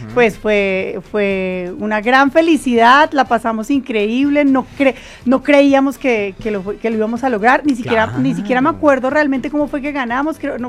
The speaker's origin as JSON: {"language": "Spanish", "town": "Manizales", "region": "Caldas", "country": "Colombia", "said": "porque yo soy de Manizales."}